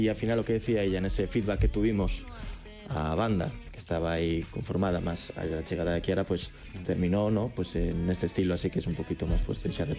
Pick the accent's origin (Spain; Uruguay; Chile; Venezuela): Spain; Basque Country; now in Santiago de Compostela, Spain; Eu son vasco.